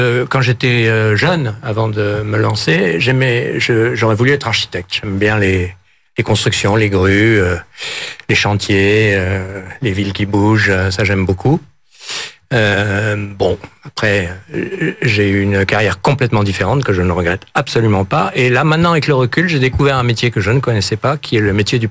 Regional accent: Paris, Île-de-France, France; moved away as an adult; now in Lyon, France; comme j'étais parisien

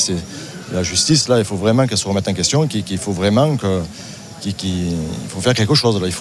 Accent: Lectoure, Occitanie, France; born there; moi je suis né ici, je suis né à Lectoure à 10 km.

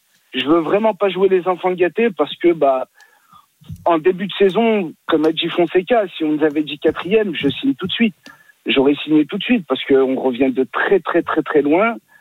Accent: Lyon, Auvergne-Rhône-Alpes, France; Je viens de Lyon et je suis à la campagne, j'en suis bien, mais je serai toujours lyonnais.

